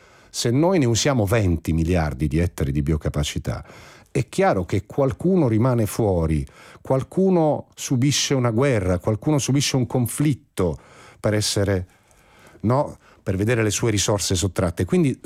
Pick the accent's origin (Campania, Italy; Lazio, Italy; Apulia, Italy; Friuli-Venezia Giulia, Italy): Apulia, Italy; Io sono pugliese.